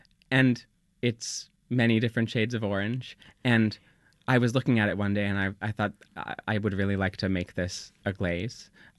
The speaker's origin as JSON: {"language": "English", "town": "Winnipeg", "region": "Manitoba", "country": "Canada", "also_born_or_lived": "Montreal", "moved": "as an adult", "said": "I'm from Winnipeg in Canada"}